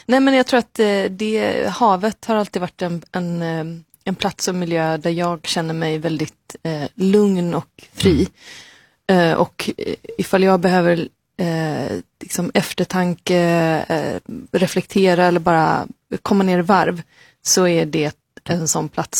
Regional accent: Gothenburg, Västra Götaland County, Sweden; born or raised there

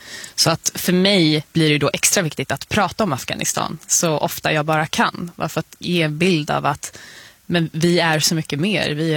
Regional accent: Botkyrka, Stockholm County, Sweden; Där jag kommer ifrån, i Botkyrka, som ligger i södra Stockholm, så har vi folk från alla delar av världen.

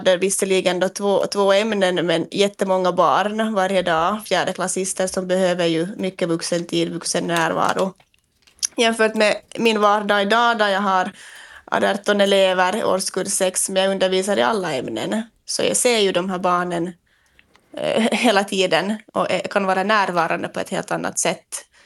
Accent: Finland; jag var en lärare från Finland

